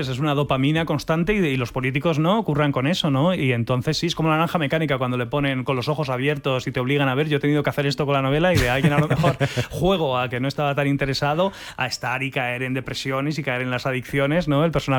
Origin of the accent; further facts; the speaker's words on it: Murcia, Region of Murcia, Spain; born there; Yo nací en Murcia